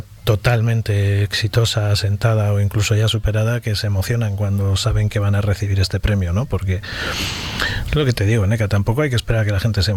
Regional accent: Burgos, Castile and León, Spain; Yo me siento orgulloso, como burgalés

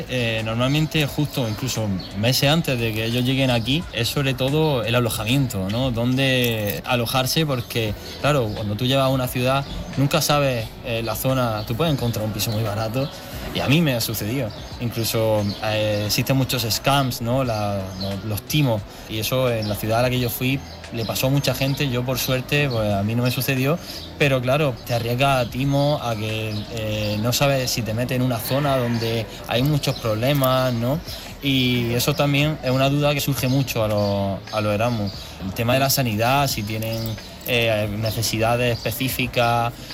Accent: Almería, Andalusia, Spain; Y cuando yo volví aquí a Almería dije, con el amor que yo tengo por mi tierra

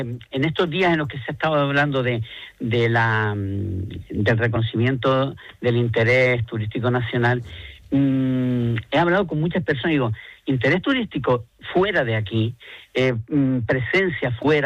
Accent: Canary Islands, Spain; nada como lo de celebrar que somos canarios, porque la romería es celebrar que somos canarios, celebrar que somos Gran Canario

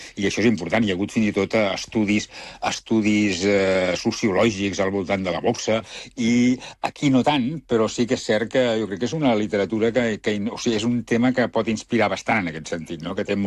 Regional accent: Reus, Catalonia, Spain; Però sí que és cert que quan jo era petit, a Reus hi havia, i de fet a molts llocs de Catalunya passava, hi havia matinals de boxa

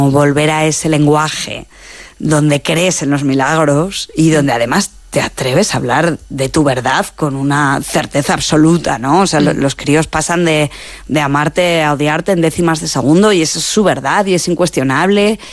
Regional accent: Spain; Esto viene también como de mi pueblo. Mi pueblo estaba entre medio de Zaragoza y Madrid

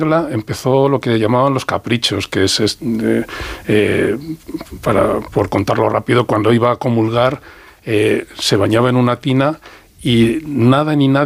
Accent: Madrid, Community of Madrid, Spain; born there

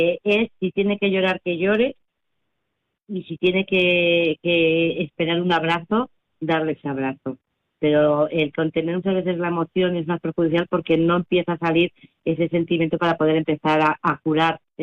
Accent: Guadalajara, Castilla-La Mancha, Spain; todos somos de Guadalajara y es parte de nuestra tierra.

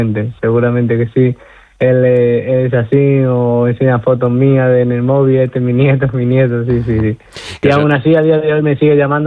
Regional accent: Extremadura, Spain; para mí como extremeño es un orgullo

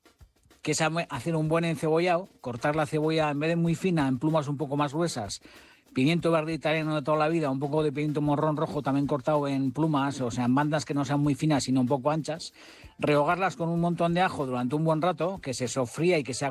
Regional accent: Hondarribia, Basque Country, Spain; born there; Yo soy nacido en Hondarribi y yo soy bonitero del norte a tope.

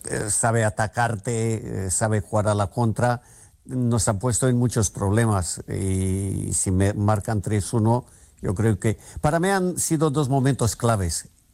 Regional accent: Romania; Spanish is a second language; Y desde fuera, desde Rumanía, que aún soy rumano, pues es una envidia, pero sana, sana.

